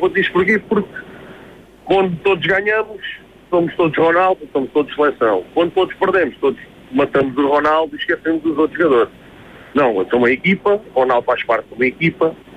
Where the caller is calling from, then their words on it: Portugal; nós portugueses, às vezes, como somos a cauda da Europa e somos os tais portugueses que, para muitos, até dizem que a gente somos espanhóis, né? Não reconhecem Portugal